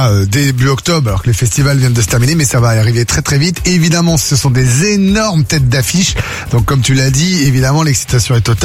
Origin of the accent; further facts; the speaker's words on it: Bordeaux, Nouvelle-Aquitaine, France; chez moi à Bordeaux